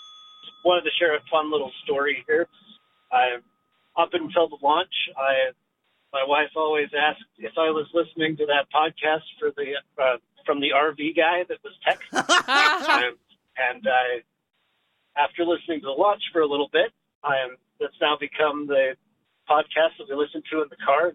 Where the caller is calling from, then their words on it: Utah, United States; Calling from sunny southern Utah.